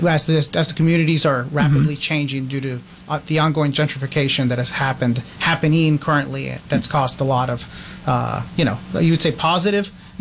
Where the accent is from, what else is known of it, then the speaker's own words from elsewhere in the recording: West Lafayette, Indiana, United States; moved away as an adult; also born or lived in Guatemala / Buffalo, New York; And so I grew up there in West Lafayette, which is the city that the university is in. It's a very large, college university in Indiana. Mm-hmm. And after I graduated, moved to New York for a little bit to work in Buffalo